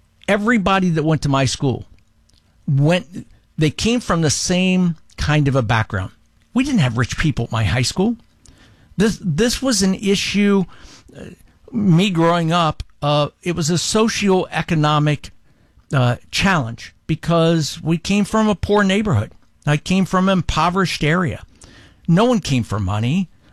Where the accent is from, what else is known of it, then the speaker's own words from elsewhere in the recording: Columbus, Ohio, United States; if you don't know about … I was born and raised up in Columbus, Ohio, back in the 70s and 80s.